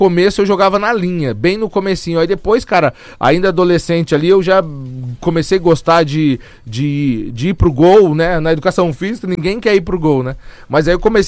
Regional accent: São Paulo, Brazil; Eu sou natural de São Paulo, da capital, do Grajaú, zona sul de São Paulo, extremo sul da zona sul de São Paulo.

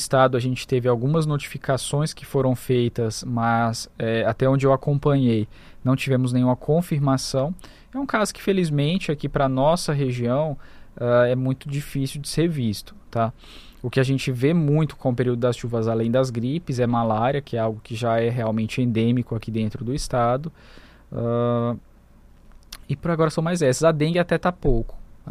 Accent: Italy; now in Roraima, Brazil; Eu sou italiano.

